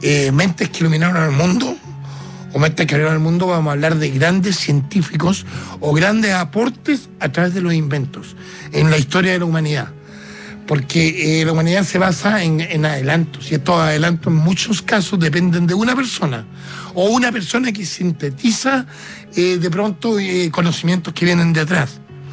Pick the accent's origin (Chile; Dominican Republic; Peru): Chile; que yo soy bien chileno, a mí me gustan los porotos con renda.